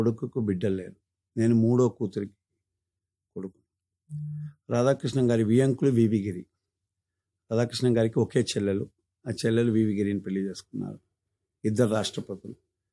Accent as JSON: {"language": "Telugu", "town": "Chennai", "region": "Tamil Nadu", "country": "India", "tie": "born or raised there", "also_born_or_lived": "Delhi / Neyveli", "moved": "as an adult", "lives_now": "Bangalore, India", "said": "నేను వచ్చేసి పుట్టింది ఢిల్లీలో, పెరిగింది అంతా చెన్నై. చెన్నైలో టిపికల్ ప్లేస్ కాల్ నైవేలి, ఎన్ఎల్సీలో ఉంటుంది. మళ్ళీ we came back to Chennai city. So basic education up to college Chennai Madras"}